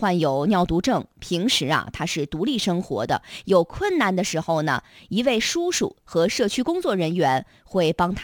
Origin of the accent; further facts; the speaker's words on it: China; 我们中国人很多人觉得不吉利